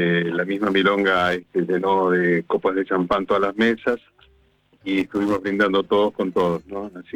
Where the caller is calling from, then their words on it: Buenos Aires, Argentina; Te estoy llamando de Villurquiza.